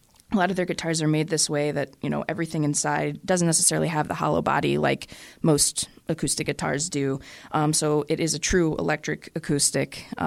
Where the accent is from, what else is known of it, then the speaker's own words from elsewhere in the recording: Michigan, United States; So when I was about 18 or 19, I'm from Michigan. I was hanging out in downtown Ann Arbor